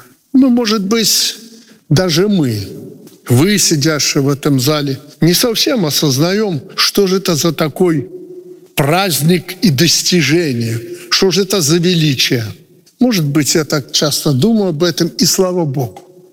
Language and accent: Russian; Belarus